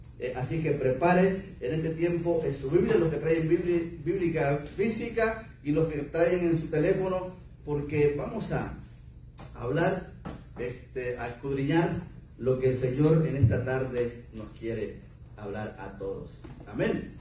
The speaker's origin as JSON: {"language": "Spanish", "country": "El Salvador", "moved": "as an adult", "lives_now": "United States", "said": "Estela, cuando yo me vine de El Salvador, quedó embarazada de nuestro hijo Anton, que está en El Salvador."}